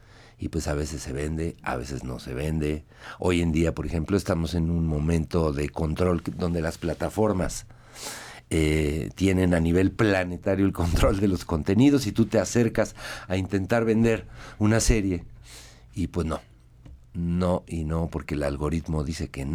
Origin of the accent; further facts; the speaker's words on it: Mexico City, Mexico; Sí, aquí he vivido siempre, aquí me eduqué y soy mexicano.